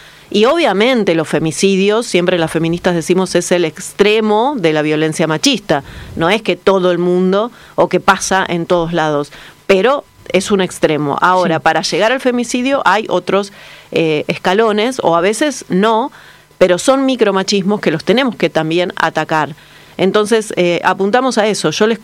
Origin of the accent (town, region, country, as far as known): Argentina